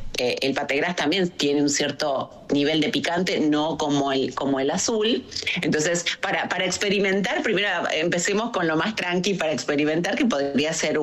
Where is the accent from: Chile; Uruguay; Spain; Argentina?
Argentina; Hay, por supuesto, la mayoría, sin lugar a dudas, somos argentinos